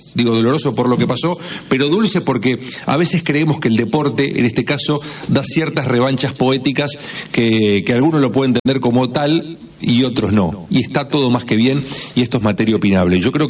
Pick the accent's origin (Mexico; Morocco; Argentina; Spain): Argentina; Y nosotros como argentinos estamos acostumbrados a sufrir